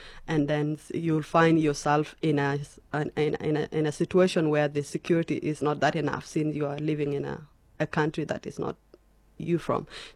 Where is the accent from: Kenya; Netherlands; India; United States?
Kenya; That time I was a teenager. So I grew up in Kenya.